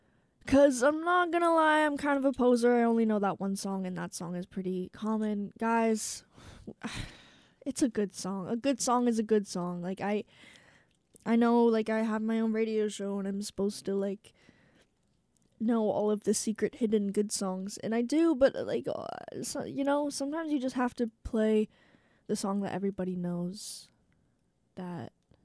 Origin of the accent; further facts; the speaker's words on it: Minnesota, United States; I am from Minnesota